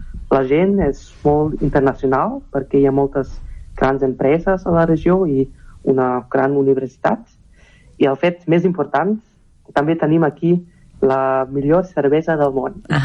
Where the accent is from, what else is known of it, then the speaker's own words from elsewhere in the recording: Erlangen, Bavaria, Germany; Sí, vaig néixer i créixer a Erlangen, una ciutat al sud d'Alemanya, a la regió de Franconia. És molt a prop de Nuremberg, que és la ciutat més coneguda d'aquesta zona.